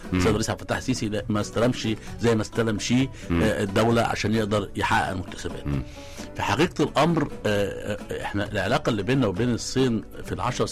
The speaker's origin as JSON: {"language": "Arabic", "country": "Egypt", "said": "أنا كجانب مصري"}